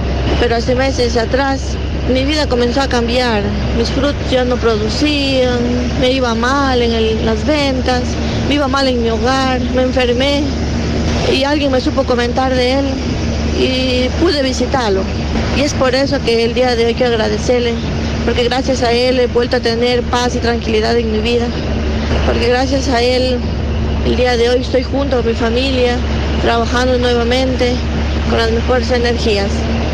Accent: Saraguro, Loja, Ecuador; Yo soy una persona que se dedica a la agricultura. Soy de aquí, de Saraguro.

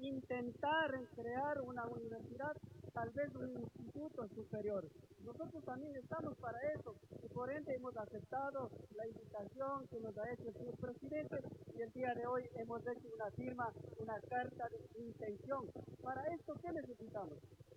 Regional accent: Colombia; nosotros también pensamos como el pueblo curuá, como colombianos, como contenses

